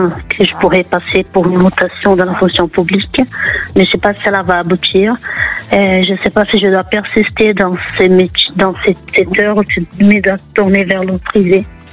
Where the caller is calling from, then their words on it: Île-de-France, France; De la Seine-et-Marne.